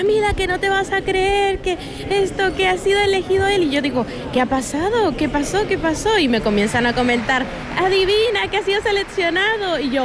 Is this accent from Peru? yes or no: yes; Peru; now in Barcelona, Spain; Y como peruana, tanto mi hermana como yo, que tenemos la oportunidad de vivir aquí en Barcelona, pues el estar presente es mostrar nuestra bandera